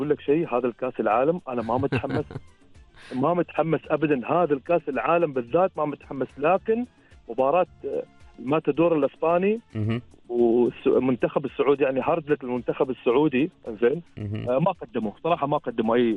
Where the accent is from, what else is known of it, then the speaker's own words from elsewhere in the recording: Oman; عندنا في الملاعب في عمان